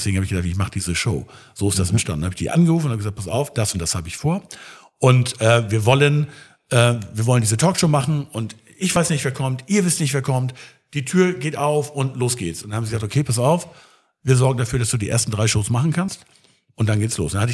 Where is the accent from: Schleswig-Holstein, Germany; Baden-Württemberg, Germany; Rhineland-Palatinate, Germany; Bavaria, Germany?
Schleswig-Holstein, Germany; Schleswig; Ich komme ja aus Schleswig, also ich bin ja geboren in Schleswig. Und da gibt es unten an der Schlei einen Stadthafen